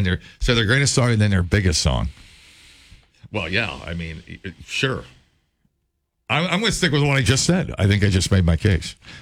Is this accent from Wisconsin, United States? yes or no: yes; Madison, Wisconsin, United States; my growing up in Madison, working here as a young adult, my idea of fancy living in Madison for 15 years was Three Fountains.